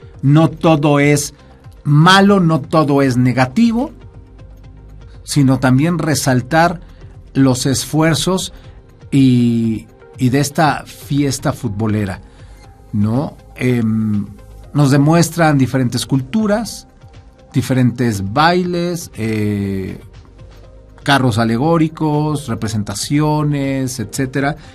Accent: Mexico; algo diferente es lo que se nos hace una diferencia a nosotros como mexicanos.

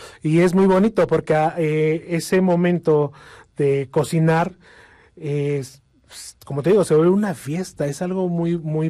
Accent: Mexico; Mis padres, mis hermanos, hoy sí creo que somos unos buenos mexicanos que tratamos de hacer lo mejor cada día de a lo que nos dedicamos y nos sentimos orgullosos de ser mexicanos. En cada parte donde vamos, siempre decimos somos mexicanos.

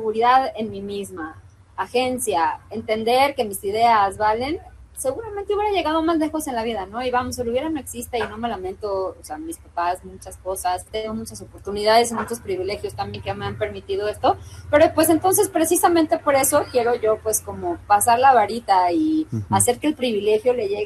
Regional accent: Guadalajara, Jalisco, Mexico; yo soy de Guadalajara.

